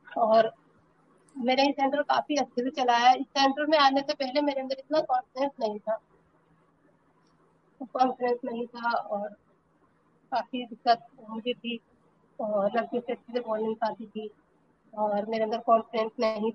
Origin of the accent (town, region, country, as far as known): Rampur, Uttar Pradesh, India